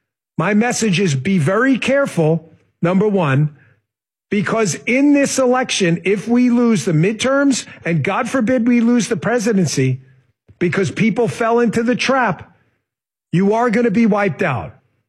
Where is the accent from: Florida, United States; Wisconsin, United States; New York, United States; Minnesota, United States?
New York, United States; I grew up in New York.